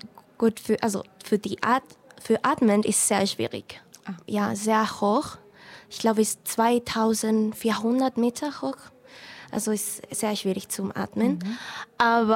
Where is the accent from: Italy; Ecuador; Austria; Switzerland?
Ecuador; Quito, Pichincha; German is a second language; moved away as an adult; now in Germany; ich komme aus Ecuador, ich bin 23 Jahre alt und ich wohne hier in Deutschland, ich glaube, 3 Jahren schon.